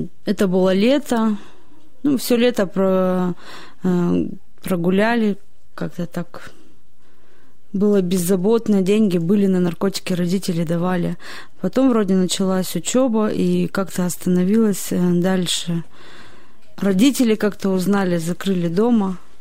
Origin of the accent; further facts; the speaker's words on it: Nizhny Tagil, Sverdlovsk Oblast, Russia; мне 30 лет. Родилась и выросла в Нижнем Тагиле.